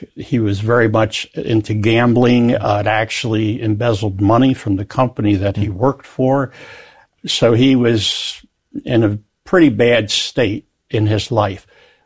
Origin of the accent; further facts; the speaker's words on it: Pennsylvania, United States; also born or lived in New Jersey; We were here 5 years, you know, there 4 years. So I grew up in Pennsylvania and New Jersey.